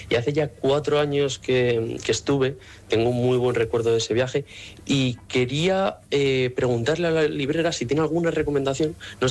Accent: Barcelona, Catalonia, Spain; ¿Qué tal, equipo de Una Tarde Más? … de Barcelona y hace 5 años estuve en San Francisco con mi familia.

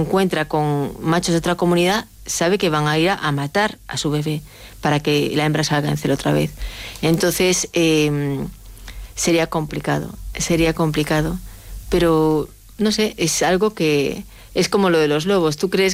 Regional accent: Galicia, Spain; Yo soy gallega, ¿no? Los gallegos estamos en Galicia. Bueno, yo no estoy en Galicia ahora, pero tenemos un... No tengo mucho acento, pero yo antes tenía acento.

